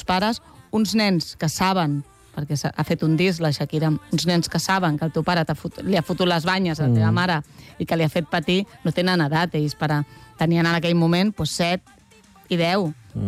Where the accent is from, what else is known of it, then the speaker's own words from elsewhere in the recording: Catalonia, Spain; Com som els catalans, que ens contentem, eh?